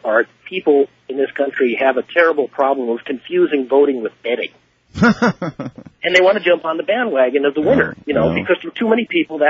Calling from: Minnesota, United States; I'm calling from Minnesota.

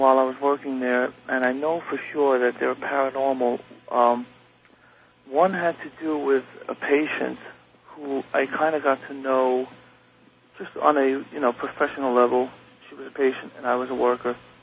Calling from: New Rochelle, New York, United States; New Rochelle, New York.

